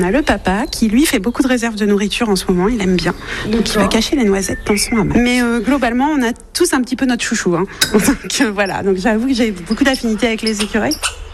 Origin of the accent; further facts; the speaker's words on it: Mouzet, Centre-Val de Loire, France; Touraine depuis mon enfance. Très spécifiquement, j'étais de Mouzet.